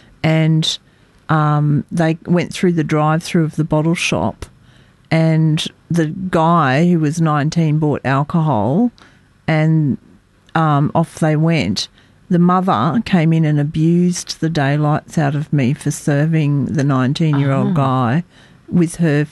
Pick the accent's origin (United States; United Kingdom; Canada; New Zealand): New Zealand; born there; The hospital I was born in New Zealand was demolished as well.